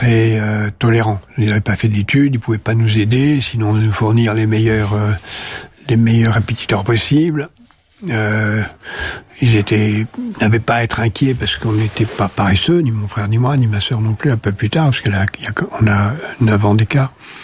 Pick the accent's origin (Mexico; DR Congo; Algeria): Algeria; Algiers, Algiers Province; born there; moved away; also born or lived in France; Non, je suis né en France. À Alger, en France.